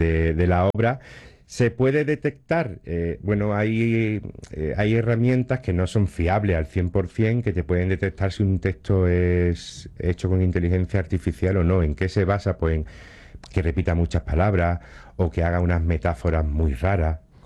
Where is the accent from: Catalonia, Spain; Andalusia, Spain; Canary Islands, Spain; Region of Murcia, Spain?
Andalusia, Spain; Ronda; si somos de aquí de Ronda